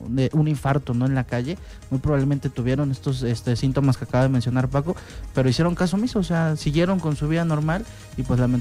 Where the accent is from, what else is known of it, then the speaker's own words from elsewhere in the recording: Mexico; como buenos mexicanos, pues todo dejamos al último